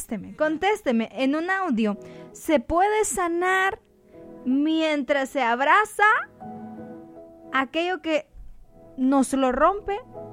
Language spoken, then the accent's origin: Spanish; Yauyupe, El Paraíso, Honduras; el pueblo más bonito de Honduras, Yauyupe. Sí, es que de ahí soy yo.